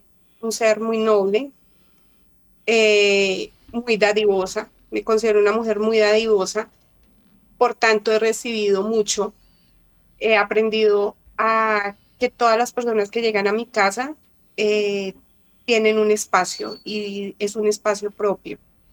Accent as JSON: {"language": "Spanish", "region": "Bogotá", "country": "Colombia", "tie": "born there", "also_born_or_lived": "Soacha", "moved": "yes", "lives_now": "Neiva, Colombia", "said": "nací en Bogotá, viví en Soacha y no sé, llegué acá a Neiva, llevo 8 años acá"}